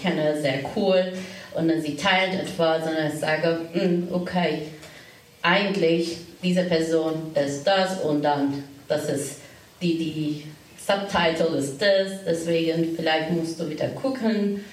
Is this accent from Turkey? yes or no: yes; Turkey; German is a second language; moved away as an adult; now in Germany; Syrerin, Türkin und in dieser Beschreibung. Und ich bin in der Türkei geboren und da aufgewachsen.